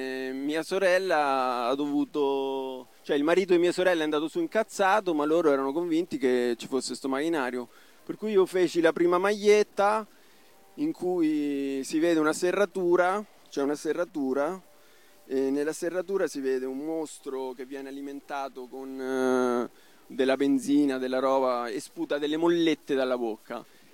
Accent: Recanati, Marche, Italy; Vengo da Recanati assieme al prode Vanni

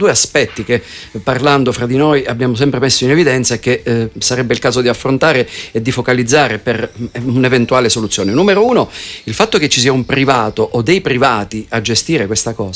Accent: Trebisacce, Calabria, Italy; Anch'io sono di Trebisaccio e partecipo con piacere a questa trasmissione

